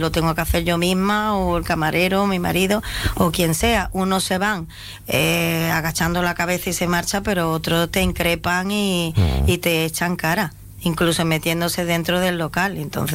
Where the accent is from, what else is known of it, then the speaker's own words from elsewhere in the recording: Ceuta, Spain; born there; yo soy nacida aquí en Ceuta, de padres ceutíes también, todos mis hermanos, toda la familia. Y nosotros aquí, quiera o no, al vivir junto a la frontera